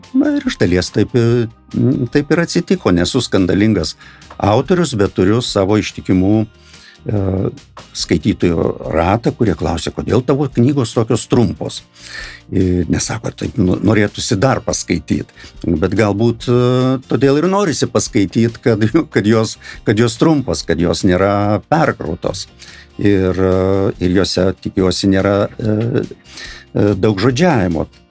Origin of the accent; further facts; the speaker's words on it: Samogitia, Lithuania; aš esu žemaitis, žemaičiai nedaug žodžiauja.